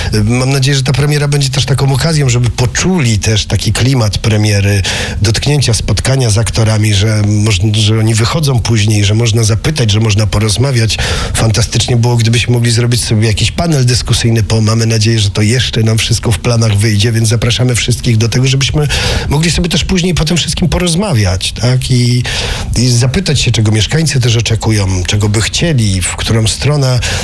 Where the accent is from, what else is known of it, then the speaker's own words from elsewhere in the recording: Konin, Greater Poland Voivodeship, Poland; moved away as an adult; Jestem rodowitym konianinem, wyjechałem stąd 20 lat temu, ale zawsze gdzieś wracam z sentymentem.